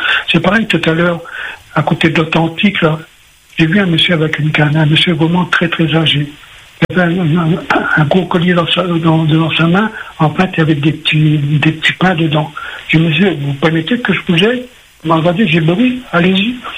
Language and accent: French; Réunion, France; born there; Oui, je suis né à La Réunion, je suis né à la rue Victor le Vigoureux.